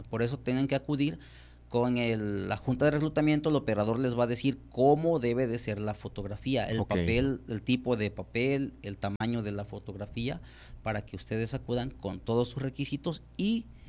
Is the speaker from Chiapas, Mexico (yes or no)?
yes; Tonalá, Chiapas, Mexico; yo soy del municipio de Tonalá, mi acta es de Tonalá